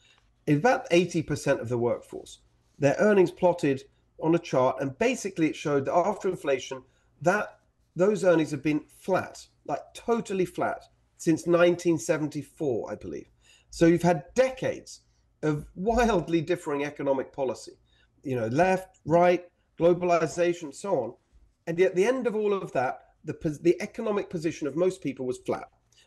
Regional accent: England, United Kingdom; born there; And when I was a kid, I was born in England. My parents are Hungarian. My stepfather's Hungarian.

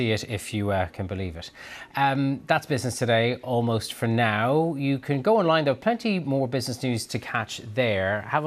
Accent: Dublin, Leinster, Ireland; moved away; Dublin, for example, my hometown.

